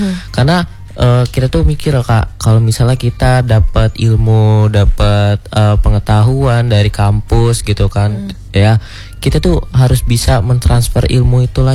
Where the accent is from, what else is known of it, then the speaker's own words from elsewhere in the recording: Natar, Lampung, Indonesia; Aku kan dari Lampung juga, Lampung Selatan, di Natar.